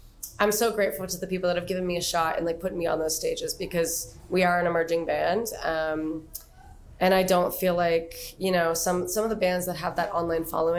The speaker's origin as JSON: {"language": "English", "region": "Nova Scotia", "country": "Canada", "tie": "born or raised there", "said": "I grew up in Nova Scotia, but again, I grew up on like a very small place on the South Shore."}